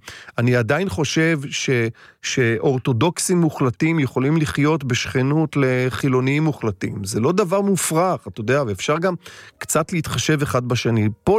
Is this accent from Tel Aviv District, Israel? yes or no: no; Haifa, Haifa District, Israel; moved away; אני נולדתי בחיפה, גדלתי בחיפה, סבא וסבתא שלי גרו בחיפה סמוך לבית הכנסת הגדול